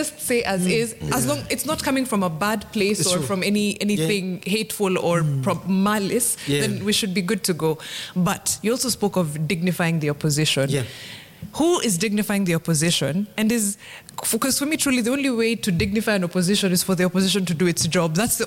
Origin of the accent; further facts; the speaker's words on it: Kenya; I'm hesitant because I'm a Kenyan.